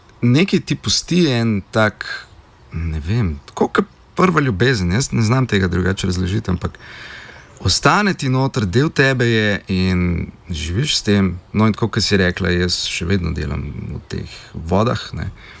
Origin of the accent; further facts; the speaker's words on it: Črnomelj, Southeast Slovenia, Slovenia; moved away as an adult; now in Ljubljana, Slovenia; dol v Črnomlju, jaz sem iz Črnomlja drugače